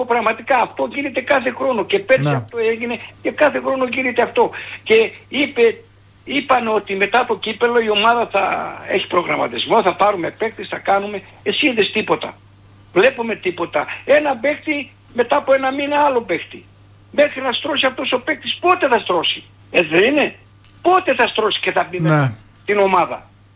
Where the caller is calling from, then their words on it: Kozani, Western Macedonia, Greece; Από Κοζάνη περνώ.